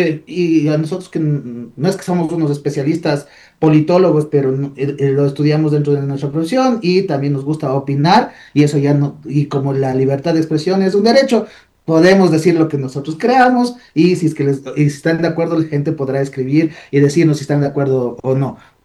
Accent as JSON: {"language": "Spanish", "country": "Ecuador", "said": "somos los ciudadanos ecuatorianos."}